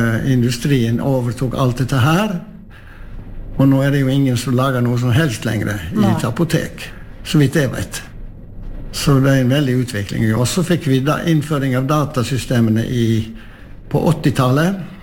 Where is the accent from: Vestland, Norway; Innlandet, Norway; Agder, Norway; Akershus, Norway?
Vestland, Norway; Hafslo; Jeg, for det første, så er jeg født og oppvokst i Hafslo.